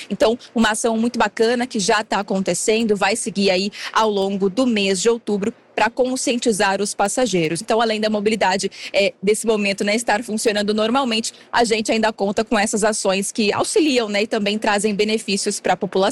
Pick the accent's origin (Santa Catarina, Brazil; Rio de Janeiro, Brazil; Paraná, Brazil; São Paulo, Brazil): Rio de Janeiro, Brazil; now in Pernambuco, Brazil; Eu sou suspeita de falar, Fernanda, porque eu sou carioca, mas moro em Pernambuco há 25 anos. Então eu sou meio lá, meio cá.